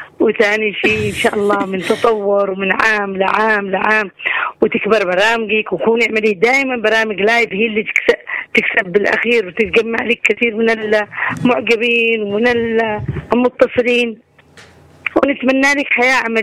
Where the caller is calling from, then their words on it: Yemen; نحن اليمنيين